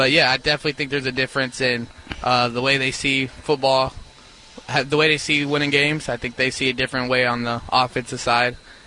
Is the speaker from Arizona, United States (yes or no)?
yes; Phoenix, Arizona, United States; I'm from Phoenix, Arizona. I mean, I love AZ, but Salt Lake's great. I there's nothing to knock. I just love Arizona. I'm a sunshine boy, so you know.